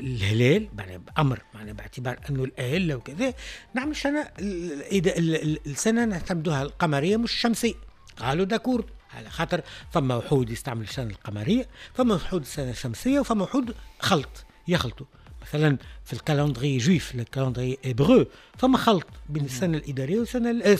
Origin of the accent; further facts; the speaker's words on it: Tunisia; اللي كان عندنا في تونس في شمال افريقيا